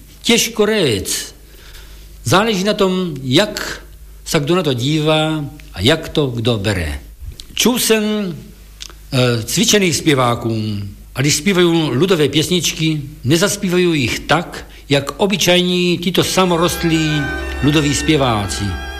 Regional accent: Moravia, Czechia; tak procházali i pěsničky z Moravy na Slovensko nebo ze Slovenska k nám na Moravu. Od toho jsme moravští Slováci.

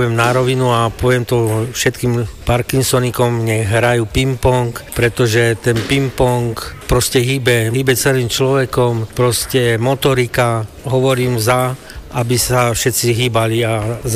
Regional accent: Žilina Region, Slovakia; pochádzam z Kisúc

